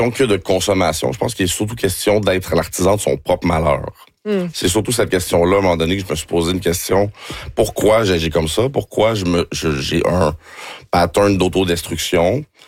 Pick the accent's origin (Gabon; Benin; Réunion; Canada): Canada; Montreal, Quebec; born there; Mais je suis né à Montréal-Nord, par exemple.